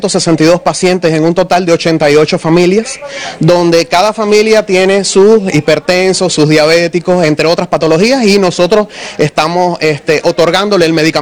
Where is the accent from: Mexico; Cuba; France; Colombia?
Cuba; moved away as an adult; now in Venezuela; para mí es un orgullo ser médico cubano